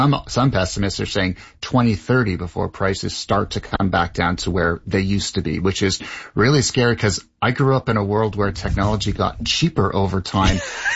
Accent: Canada; Lovely being Canadian.

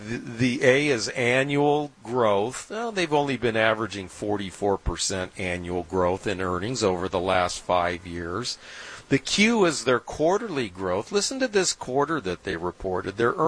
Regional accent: West Coast, United States; Now, I grew up on the West Coast

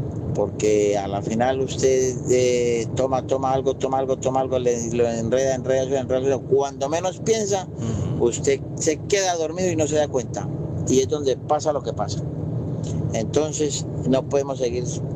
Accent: Obando, Valle del Cauca, Colombia; Allí tengo un primo, pero yo soy del Valle. Yo soy de Obando. Un saludo muy especialmente de Obando

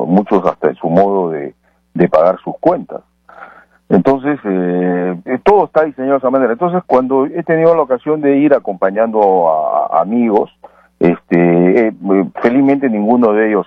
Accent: Peru; now in United States; en el caso del Perú, recuerdo de donde soy originario.

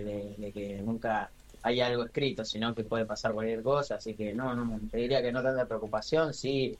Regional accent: Argentina

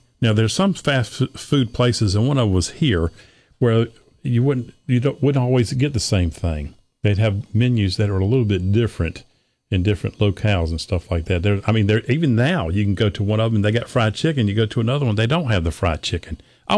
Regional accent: Norfolk, Virginia, United States; I grew up in Norfolk, which is not that far from the beach.

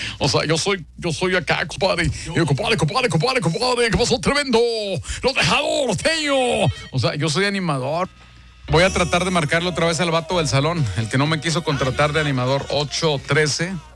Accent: Torreón, Coahuila, Mexico; No, yo vengo de Torreón, compadre.

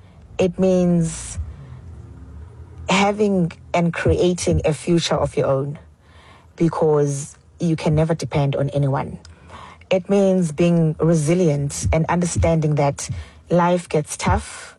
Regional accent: South Africa; I am unapologetically South African.

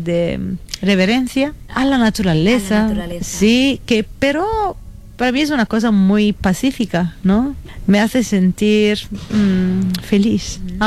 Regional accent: Campania, Italy; Spanish is a second language; Esta canción veramente trae consigo, consigo el ritmo de mi tierra, la tamurrieta. Es una distorsión de esta memoria muy fuerte, de ese ritmo que es la tamurrieta, porque yo vivo enfrente de una montaña muy peligrosa que se llama el Vesubio.

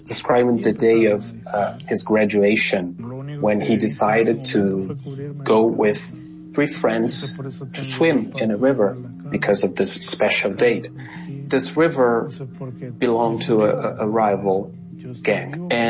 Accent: Brazil; English is a second language; Yeah, well, growing up in Brazil, we're kind of used to gang violence.

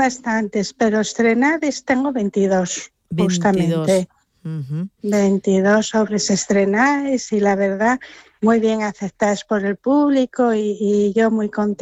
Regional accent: Asturias, Spain; cuando escribo y escribo en castellano no me sale la gracia y esto que somos los asturianos, claro.

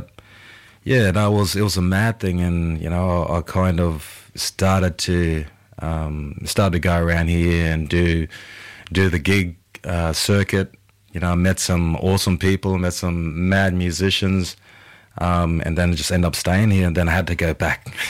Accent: Jumbun, Queensland, Australia; moved away as an adult; also born or lived in Townsville; now in Brisbane, Australia; originally I'm from North Queensland, a little place called Jumbin. It's an small Aboriginal community. Originally also, that's my Gidame side

